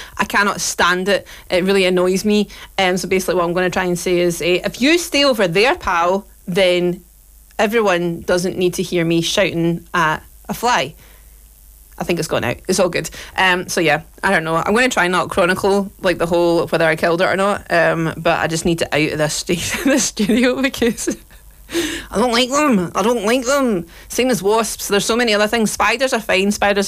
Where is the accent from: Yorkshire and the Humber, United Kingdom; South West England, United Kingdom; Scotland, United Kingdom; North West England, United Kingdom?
Scotland, United Kingdom; I know being Scottish